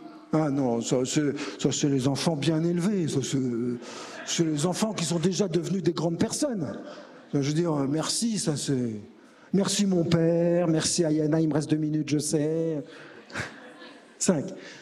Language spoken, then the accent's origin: French; Paris, Île-de-France, France; parce que je suis parisien, mais qui concerne aussi la lumière. Mais parfois, les Parisiens